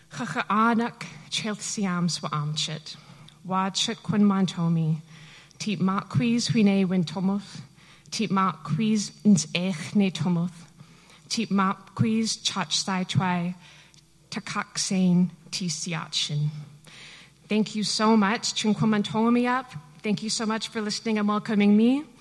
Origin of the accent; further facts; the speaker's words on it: British Columbia, Canada; I am from Squamish Nation.